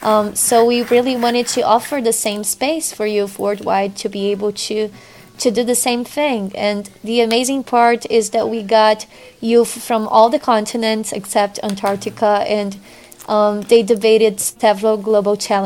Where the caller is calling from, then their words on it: Rio de Janeiro, Brazil; I am in Brazil, in the mountains next to Rio, and it's 11 in the morning for me.